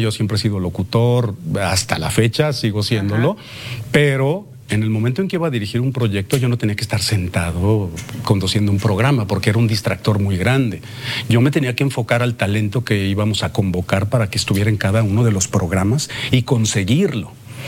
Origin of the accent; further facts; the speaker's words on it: Aguascalientes, Mexico; Soy de Aguascalientes. Defendiendo yo mi terruño, claro.